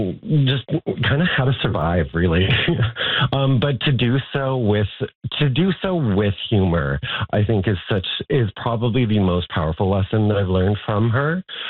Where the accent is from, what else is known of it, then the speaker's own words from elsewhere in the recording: Hay River, Northwest Territories, Canada; now in Vancouver, Canada; growing up in the North. I'm originally from Hay River